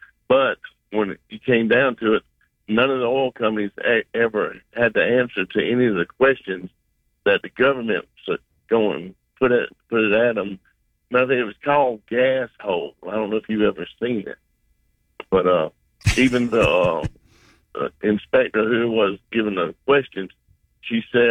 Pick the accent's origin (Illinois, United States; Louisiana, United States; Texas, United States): Louisiana, United States; I was raised in Louisiana.